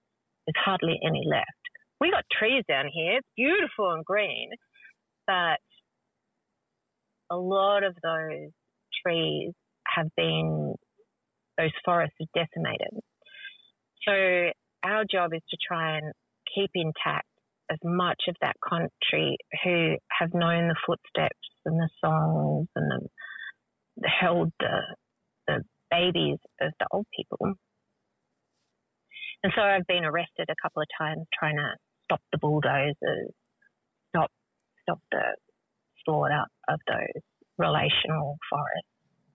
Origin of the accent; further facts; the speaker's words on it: Tasmania, Australia; born there; I was born here in Lutwyder, Tasmania, to the Palawa community. My mother's people are Yorta Yorta. I'm a Yorta Yorta woman, and old grandfather is a Jajarong.